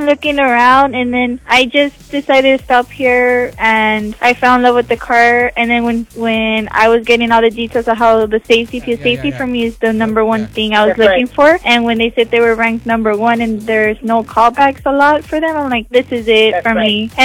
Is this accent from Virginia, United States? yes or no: no; Edcouch, Texas, United States; I'm from EdCouch.